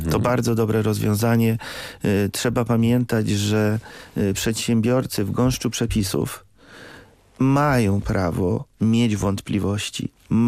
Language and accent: Polish; Lublin, Lublin Voivodeship, Poland; Jestem z Lublina